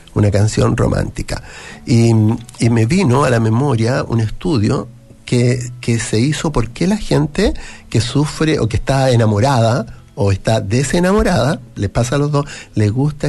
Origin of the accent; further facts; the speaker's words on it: Chile; soy farmacéutico de Chile